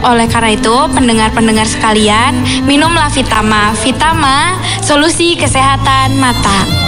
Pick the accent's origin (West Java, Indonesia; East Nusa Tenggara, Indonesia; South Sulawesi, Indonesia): West Java, Indonesia; Karangpaningal; Saya dari Kampung Karangpaningal, Kecamatan Karangjaya, Kabupaten Tasikmalaya.